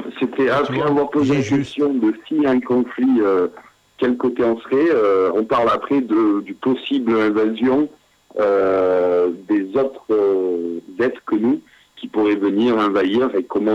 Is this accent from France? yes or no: no; Scotland, United Kingdom; accent: Scottish; mon accent écossais qui varie sort de temps en temps dans les paroles